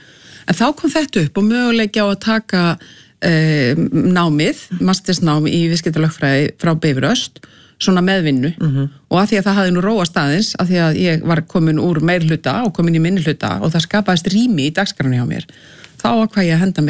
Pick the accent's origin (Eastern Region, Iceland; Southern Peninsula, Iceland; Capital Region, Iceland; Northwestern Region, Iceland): Capital Region, Iceland; Reykjavík; en ég uppalinn í Reykjavík, skólagangan var hérna í Breiðholtinu sko